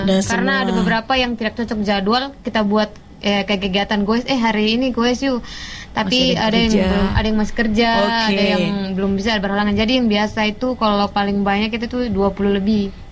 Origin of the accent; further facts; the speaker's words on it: Pasar Wajo, Southeast Sulawesi, Indonesia; Jadi saya kan kebetulan dari Pasar Wajo. Nah, kebetulan sering ke Bau-Bau dan ini teman saya dia di Bau-Bau.